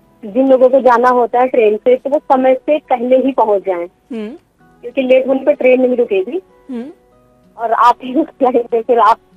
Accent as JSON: {"language": "Hindi", "town": "Unnao", "region": "Uttar Pradesh", "country": "India", "lives_now": "Chandigarh, India", "said": "Ma'am, मैं उन्नाव की रहने वाली हूँ। हाँ, चंडीगढ़ से बात कर रही हूँ।"}